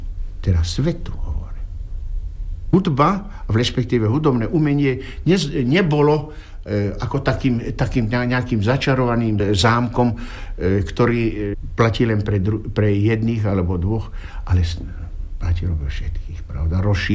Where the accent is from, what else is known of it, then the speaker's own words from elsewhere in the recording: Banská Bystrica, Banská Bystrica Region, Slovakia; Tak môj rodný kraj, tak tá Banská Bystrica, ten rodný kraj, to človek už nepozná.